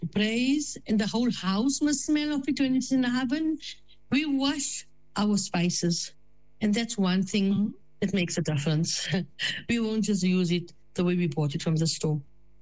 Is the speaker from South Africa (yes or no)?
yes; South Africa; born there; I was born in South Africa, my mom and them were brought in when they were very much young.